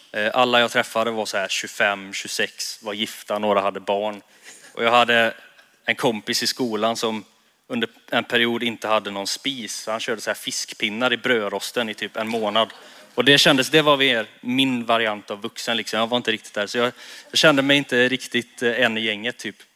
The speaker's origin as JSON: {"language": "Swedish", "town": "Kinna", "region": "Västra Götaland County", "country": "Sweden", "moved": "as an adult", "lives_now": "Jönköping, Sweden", "said": "Jag var 19 år gammal. Och jag skulle flytta till Jönköping. Jag kommer från Kinna från början. En liten ort utanför Borås, om man inte har koll på den."}